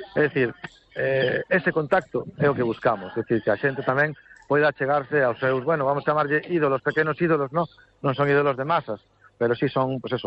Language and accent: Galician; Bañobre, Galicia, Spain; eu digo polo meu pueblo, non? Bañobre, quer dizer, non somos nin concello, temos unha verbena, ¿no?